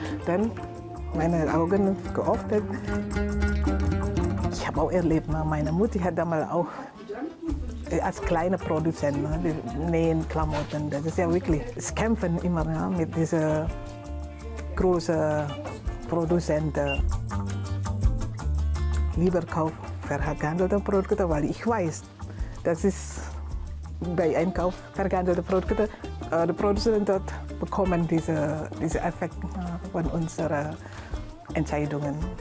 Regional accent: Indonesia; German is a second language; moved away as an adult; now in Chemnitz, Germany

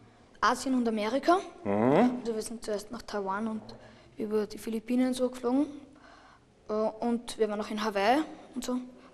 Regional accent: Vienna, Austria; bin Wiener und bin 11 Jahre alt.

